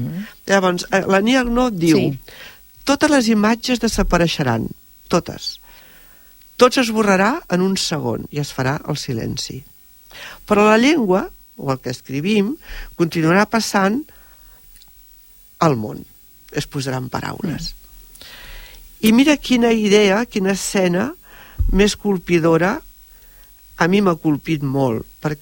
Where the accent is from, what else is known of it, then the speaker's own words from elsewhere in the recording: Sant Boi de Llobregat, Catalonia, Spain; Sant Boi és el meu poble, és la meva ciutat